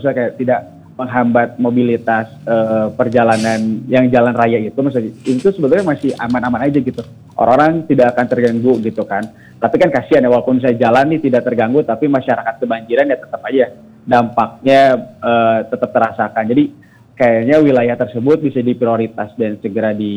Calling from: Baleendah, Bojongsoang, West Java, Indonesia; kita nih warga Bale Endah, Bojongsoang dan sekitar

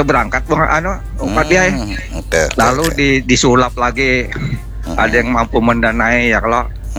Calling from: South Kalimantan, Indonesia; warga kita juga, warga Kalsel.

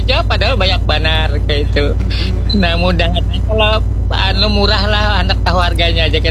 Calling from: Banjar, South Kalimantan, Indonesia; saya sebagai warga Banjar atau Kalimantan, Banua Kalimantan Selatan

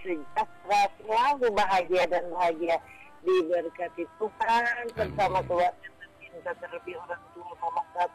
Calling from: Manado, North Sulawesi, Indonesia; salam dari saya di Manado

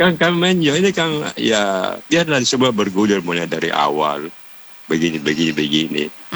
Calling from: Makassar, South Sulawesi, Indonesia; Walaupun saya ini orang Makassar

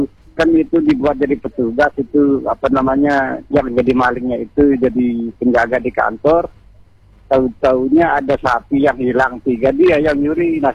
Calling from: East Lombok, West Nusa Tenggara, Indonesia; ini di Lengas Baru, Lombok Timur.

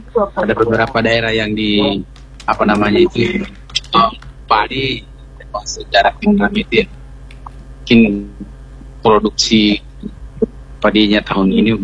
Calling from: Pinrang, South Sulawesi, Indonesia; Kalau di daerah aku sini. Kira panen gagal kalau di sini.

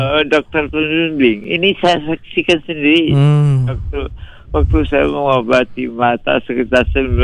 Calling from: Padang, West Sumatra, Indonesia; di kota saya itu di Padang ya.

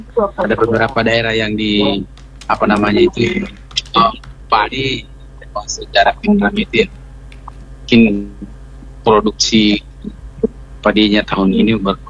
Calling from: Pinrang, South Sulawesi, Indonesia; di kecamatan ini di Kecamatan Lembang daerah saya ini

